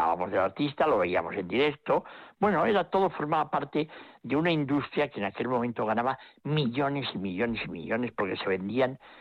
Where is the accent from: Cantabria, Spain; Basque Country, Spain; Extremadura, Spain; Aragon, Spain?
Basque Country, Spain; Vitoria; yo soy de Vitoria